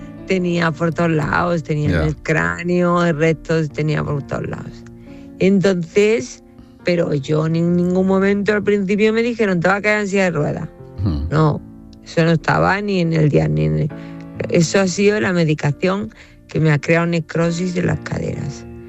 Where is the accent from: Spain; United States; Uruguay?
Spain; Digo, no, pues soy española.